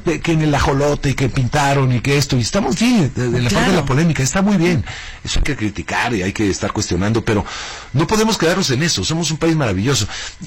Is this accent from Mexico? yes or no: yes; Mexico; Yo me atrevo a decir, insisto, a ver, soy mexicano y estoy involucrado